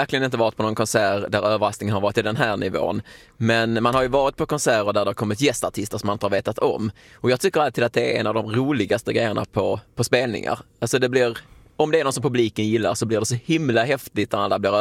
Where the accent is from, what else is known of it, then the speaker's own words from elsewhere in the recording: Sweden; som svensk